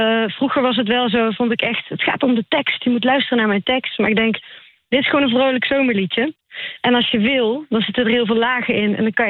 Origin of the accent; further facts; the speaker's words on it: Netherlands; accent: soft G; Dus ik blijf altijd herkenbaar in mijn tegendraadsheid, mijn zachte G en mijn stemgeluid natuurlijk.